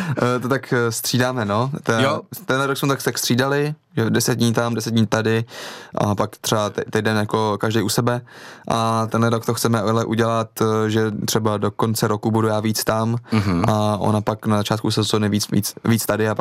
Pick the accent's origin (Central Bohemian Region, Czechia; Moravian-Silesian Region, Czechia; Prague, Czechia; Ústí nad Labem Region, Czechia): Central Bohemian Region, Czechia; Jo, a my jsme z Posázaví, takže jako u řeky jsme bývali často.